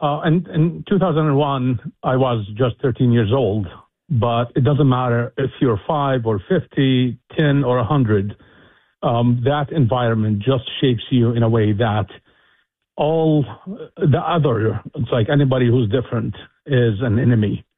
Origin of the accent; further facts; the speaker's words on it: Jordan; moved away as an adult; also born or lived in Lebanon; that journey started when I was 18 years old, and then I moved from Jordan to Lebanon, because in Jordan, 99% are Sunni Muslims.